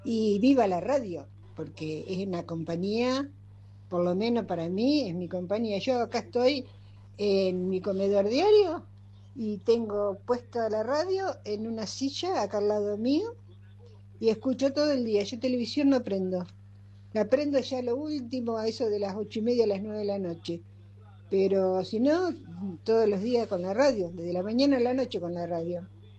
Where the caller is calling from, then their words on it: Magdalena, Buenos Aires Province, Argentina; de Magdalena.